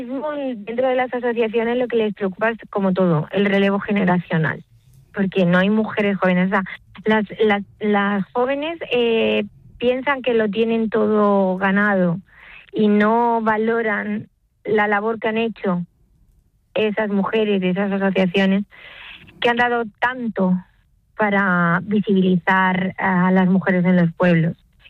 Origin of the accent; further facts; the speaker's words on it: Ribera del Fresno, Extremadura, Spain; yo nunca me moví de mi pueblo, de Ribera del Fresno, un pueblo de 3.500 habitantes